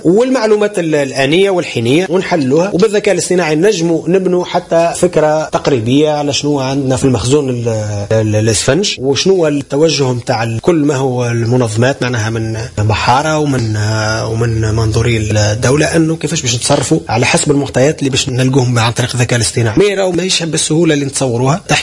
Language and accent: Arabic; Tunisia